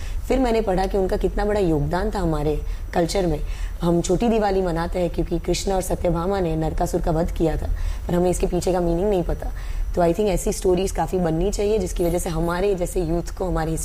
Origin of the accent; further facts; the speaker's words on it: Ahmedabad, Gujarat, India; मैं गुजरात से हूँ तो ऑफकोर्स हम घर के बाहर निकलते तो जय श्री कृष्ण बोल के ही निकलते हैं. तो कृष्ण भगवान हम सब के घर का बहुत इंपॉर्टेंट हिस्सा है.